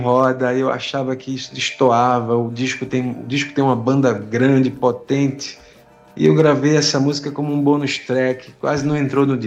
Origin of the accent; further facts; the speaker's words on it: Recife, Pernambuco, Brazil; Meu pai é sertanejo, né? Eu cresci no Ibura, mas minha família veio do sertão do interior de Pernambuco.